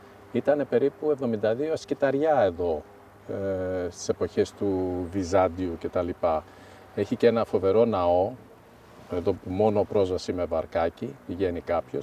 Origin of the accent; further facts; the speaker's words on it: Australia; now in Greece; Εγώ γεννήθηκα, μεγάλωσα στην Αυστραλία.